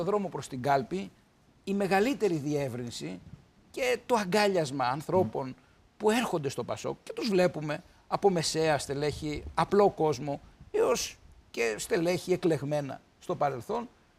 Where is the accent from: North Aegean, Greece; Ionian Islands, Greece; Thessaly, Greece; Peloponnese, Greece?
Ionian Islands, Greece; Kefalonia; στην ιδιαίτερη πατρίδα μου στην Κεφαλονιά